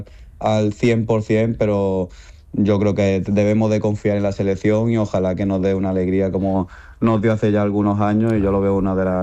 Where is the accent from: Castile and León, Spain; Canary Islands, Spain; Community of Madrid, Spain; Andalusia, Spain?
Andalusia, Spain; Málaga; yo nací en Málaga, soy malagueño, me he crecido en Málaga, mi madre es malagueña.